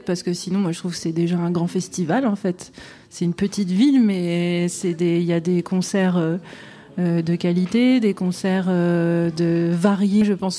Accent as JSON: {"language": "French", "town": "Caen", "region": "Normandy", "country": "France", "said": "je suis de Caen"}